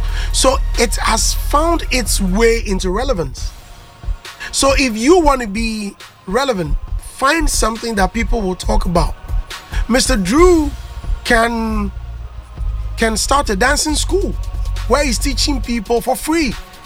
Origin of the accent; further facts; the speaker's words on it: Kumasi, Ashanti, Ghana; Kumasi boys.